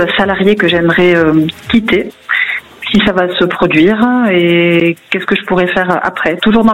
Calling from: Montauban, Occitanie, France; De Montauban.

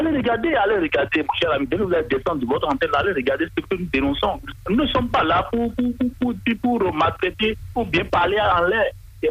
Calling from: Benin; Je vous appelle depuis Tidjilossi à Kogbato.

